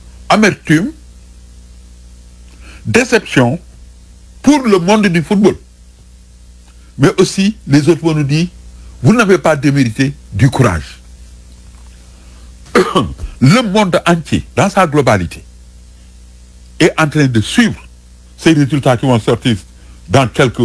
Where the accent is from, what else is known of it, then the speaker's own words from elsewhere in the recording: Senegal; Tout ce qui peut faire te donner une fierté permettant de dire que je suis sénégalais et je revendique ma sénégalité